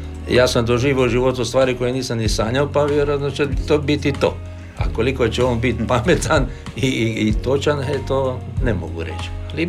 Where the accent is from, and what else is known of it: Punat, Primorje-Gorski Kotar County, Croatia